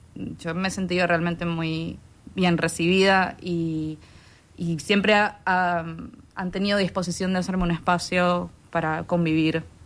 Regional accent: Caracas, Capital District, Venezuela; moved away as an adult; now in Uruguay; No, soy de Caracas. Hace... ¿qué día es hoy? ¿10? Hace 5 días cumplí 8 años en el paisito.

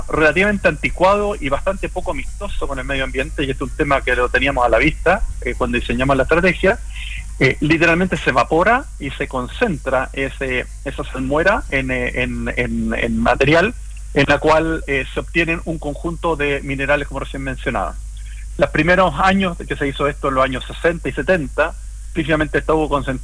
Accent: Chile; el dueño último de ese mineral somos todos los chilenos

